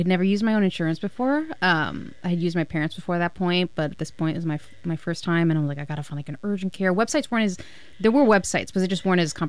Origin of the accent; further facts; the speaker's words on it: Minnesota, United States; moved away as an adult; also born or lived in Wisconsin; now in Portland, United States; And I went to school in Wisconsin. I'm from Minnesota.